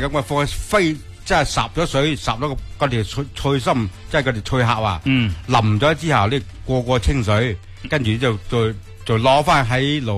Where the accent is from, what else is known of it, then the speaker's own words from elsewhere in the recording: Zhaoqing, Guangdong, China; 我哋啲乡下啲芥菜真系有米5咁高嘅